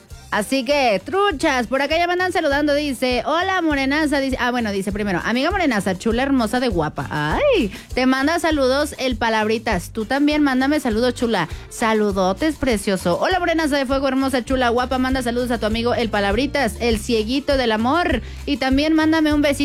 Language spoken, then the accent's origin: Spanish; San Juan del Río, Querétaro, Mexico; Porque soy de las merititas tierras de San Juan del Río.